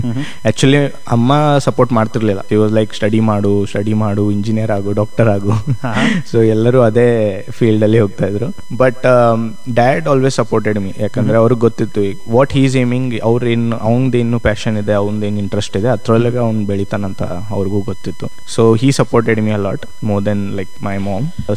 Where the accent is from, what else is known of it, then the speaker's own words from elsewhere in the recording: Belagavi, Karnataka, India; So childhood ಎಲ್ಲ ನಂದು ಬೆಳಗಾಂಲ್ಲೇ, ಹುಟ್ಟಿದ್ದು ಇಲ್ಲೇ ಬೆಳಗಾಂಲ್ಲೇ ನಾನು, ಶೇಖ್ ಹಾಸ್ಪಿಟಲ್ ಅಲ್ಲಿ.